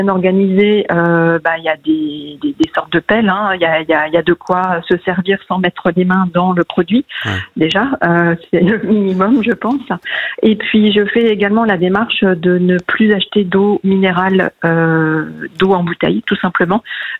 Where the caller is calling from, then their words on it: Colmar, Grand Est, France; Je suis à Colmar.